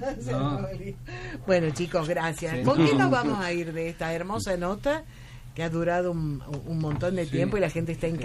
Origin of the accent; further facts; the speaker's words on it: Tucumán, Argentina; pero porque somos tucumanos, ¿o no?